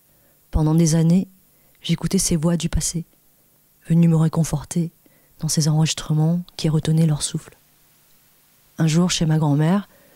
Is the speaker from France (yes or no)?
yes; Marseille, Provence-Alpes-Côte d'Azur, France; born there; Je suis née à Marseille le 10 août 1981.